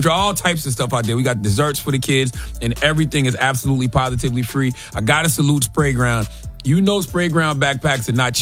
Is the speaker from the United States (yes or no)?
yes; Monks Corner, South Carolina, United States; in my hometown in Monk's Corner, South Carolina, see you tomorrow.